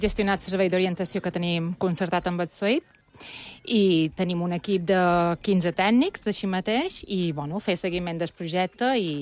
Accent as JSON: {"language": "Catalan", "area": "Sóller", "region": "Balearic Islands", "country": "Spain", "said": "Jo venc de Soia"}